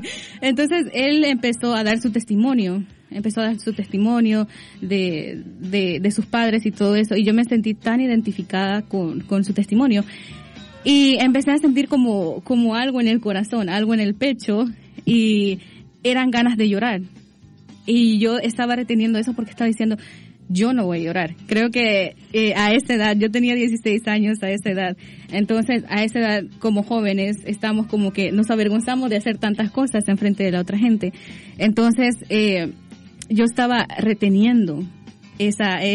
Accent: Guatemala; moved away; yo vine a este país, yo soy de Guatemala.

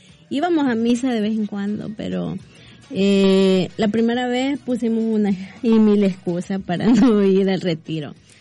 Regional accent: San Alejo, La Unión, El Salvador; now in San Salvador, El Salvador; Entonces yo me mudé de San Alejo para San Salvador a estudiar

